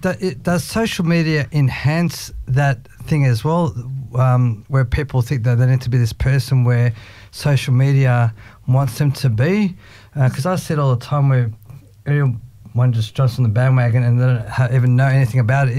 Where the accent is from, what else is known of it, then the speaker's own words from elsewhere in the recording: Australia; Well, like, even growing up in Australia, we used to have that.